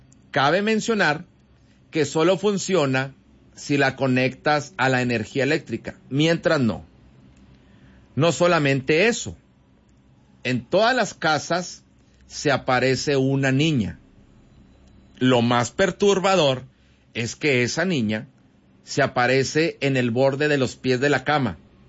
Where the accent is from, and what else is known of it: Mexico